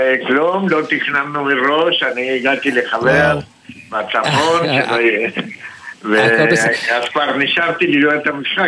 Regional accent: Argentina; אני ארגנטינאי.

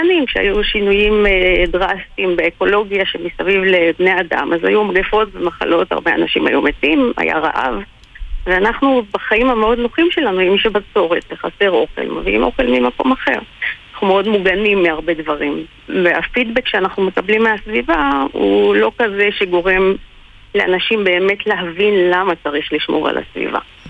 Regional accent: Northern District, Israel; האמת שגדלתי בגליל, בערים

